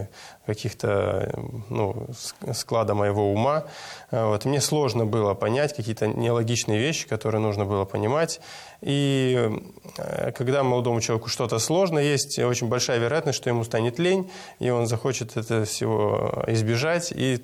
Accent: Moldova; moved away as an adult; в 18 лет, еще до того, как мы переехали из Молдовы в этот университет Нижний Новгород

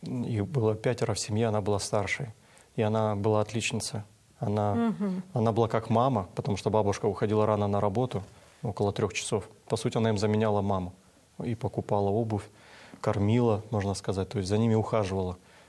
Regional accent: Kabardino-Balkaria, Russia; Ну, во-первых, я вырос в Кабардино-Балкарии, в Малой Кабарде.

